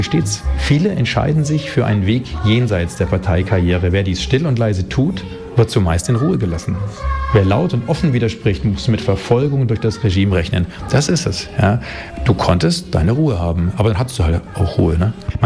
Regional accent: Nuremberg, Bavaria, Germany; Ich komme aus Nürnberg, da gab es in meiner Zeit, als ich Teenager war, einen Polizeieinsatz der bayerischen Polizei

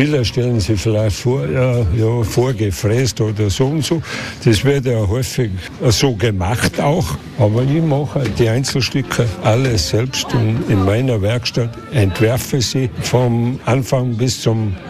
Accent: Großarl, Salzburg, Austria; Ich bin gebürtiger Großaller und Schnitzer schon seit 1971.

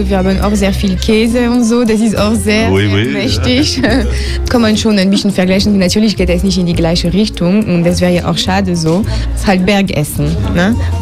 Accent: France; Also man isst als Franzose immer sehr gern mit anderen Leuten.

